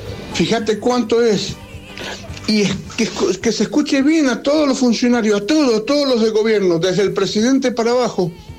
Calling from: Godoy Cruz, Mendoza, Argentina; de Godoy Cruz.

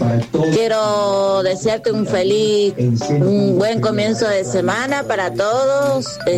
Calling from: Guaymallén, Mendoza, Argentina; soy … de Guaymallén

